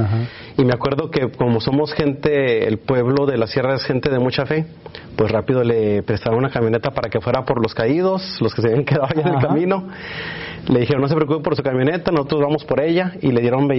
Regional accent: El Yaqui, Sonora, Mexico; Entonces imagínense cuando llegan a mi pueblo, el Yaqui se llama. Llegan al pueblo y pues la persona que iba atrás toda polveada. No había carretera hidráulica.

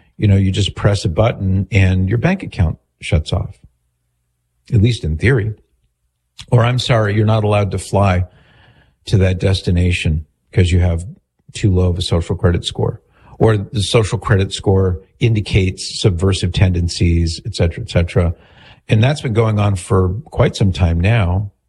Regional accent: United States

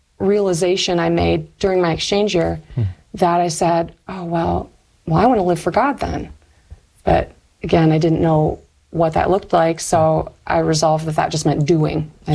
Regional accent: Michigan, United States; born or raised there

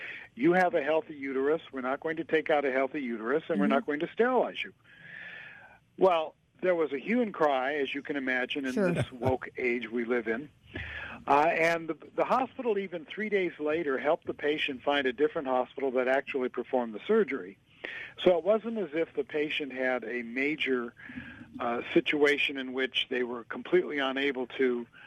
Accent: California, United States; moved away; I know I'm from California.

